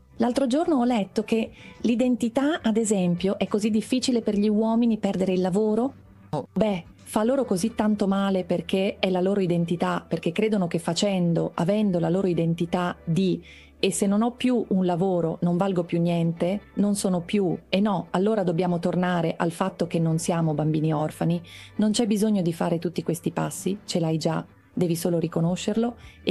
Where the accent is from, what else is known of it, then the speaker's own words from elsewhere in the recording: Mexico; accent: Mexican; a causa del mio accento, sanno che sono messicano.